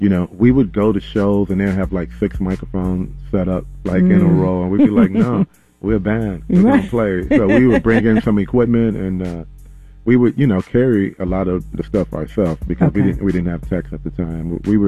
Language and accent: English; Chicago, Illinois, United States